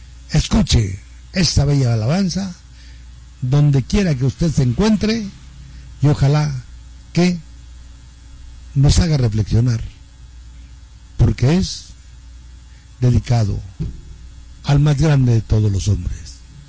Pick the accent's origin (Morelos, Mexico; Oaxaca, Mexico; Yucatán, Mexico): Oaxaca, Mexico; San Pablo Huixtepec; mi gente bella de acá de San Pablo, Huixtepec, Cholo, mi pueblo.